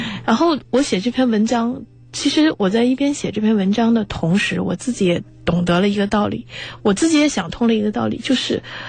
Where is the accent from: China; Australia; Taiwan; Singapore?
China; 我们中国人